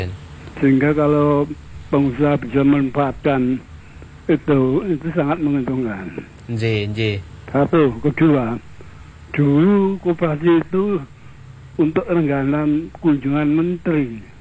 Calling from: Prambanan, Special Region of Yogyakarta, Indonesia

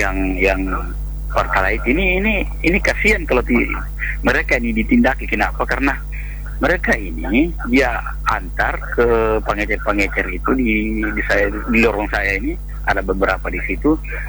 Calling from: Pinrang, South Sulawesi, Indonesia; Ya, masih di Pengaporan Lembang Pindrang.

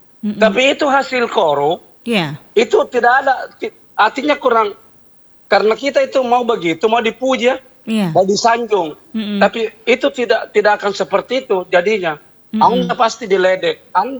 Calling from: Makassar, South Sulawesi, Indonesia; Ya, jadi kalau kita orang Makassar ya, Bugis Makassar ya.

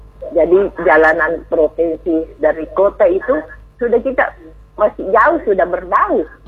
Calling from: Parepare, South Sulawesi, Indonesia

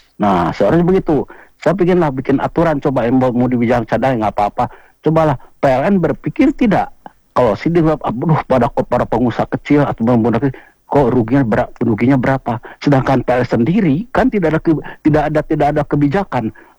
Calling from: Bandung, West Java, Indonesia; Saya dari Bandung Timur, Pak. Di sini kan di Bandung pun juga terjadi kemarin beberapa kali terjadi pemadaman listrik kan

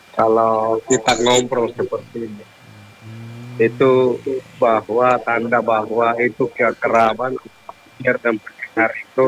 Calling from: South Sulawesi, Indonesia; kita orang Sulsel

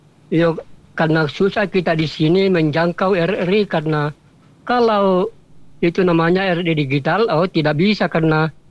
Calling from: Polewali Mandar, West Sulawesi, Indonesia; Di Jalan Papuangan Desa Moso.

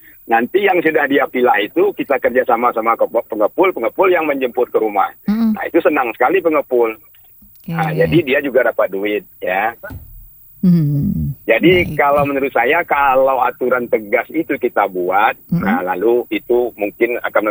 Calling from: West Sumatra, Indonesia; kita orang Minang

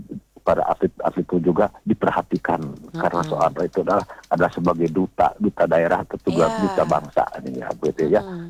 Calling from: Bandung, West Java, Indonesia; Saya dari Bandung Timur nih ya di sini.

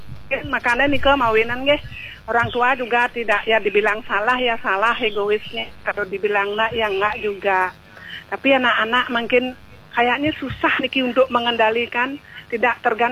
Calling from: Bali, Indonesia; kita orang Bali nggih

